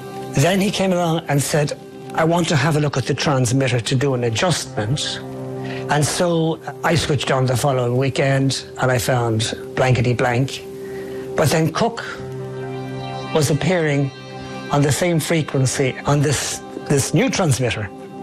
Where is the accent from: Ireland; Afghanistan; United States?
Ireland; Dublin, Leinster; I wasn't a tough guy, but I was from Ballyfermot, so I could pretend to be tough.